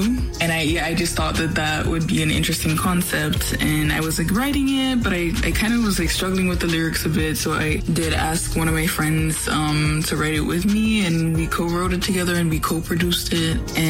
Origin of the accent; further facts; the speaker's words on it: Botswana; being born and raised in Botswana and like moving around a bunch. And so I feel like me just being authentically myself is how I represent Botswana.